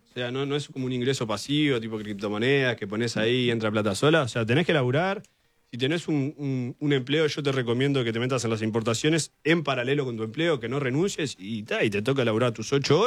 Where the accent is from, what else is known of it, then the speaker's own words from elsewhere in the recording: Uruguay; now in Dubai, United Arab Emirates; Yo soy uruguayo.